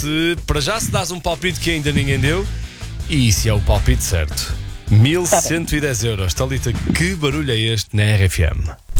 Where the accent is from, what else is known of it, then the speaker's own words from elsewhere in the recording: Vila Nova de Gaia, Norte, Portugal; E eu sou de Gaia. E Gaia é a capital do mundo.